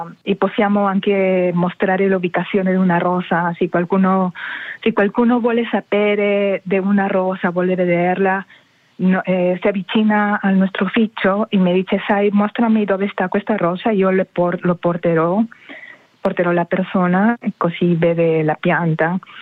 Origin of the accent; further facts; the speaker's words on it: Peru; Italian is a second language; moved away; Io sono peruviana.